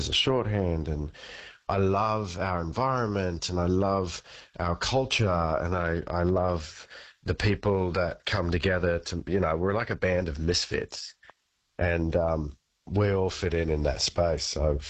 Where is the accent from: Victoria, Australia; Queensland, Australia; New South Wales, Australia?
Queensland, Australia; Bundaberg; You know, where I grew up in Bundy, and it's a big country town. It's, you know, it's not a city